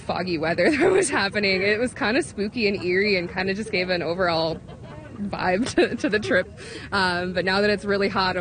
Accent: Saskatchewan, Canada; I'm from Saskatchewan.

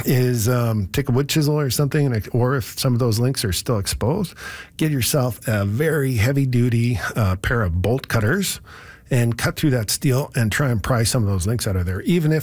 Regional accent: Bowness, Alberta, Canada; First of all, shout out to Bowness, my old stomping grounds. I grew up in Bowness, went to Bowness High.

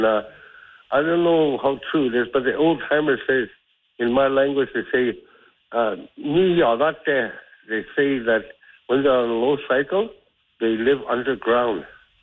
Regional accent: Canada; My father is … my mother is Doris, and I grew up in Salson River and Ross River area.

